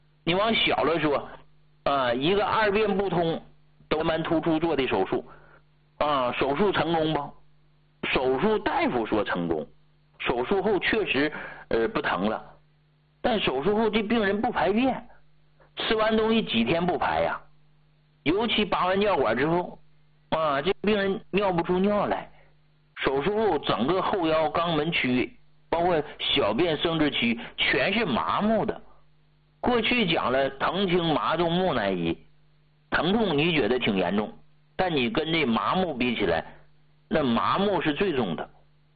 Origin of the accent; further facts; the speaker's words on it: Hegang, Heilongjiang, China; 一个土生土长的农民的儿子，啊，我跟大伙儿说过，我的老家黑龙江鹤岗，啊，工农区，我们属于菜农，啊，就是种菜的，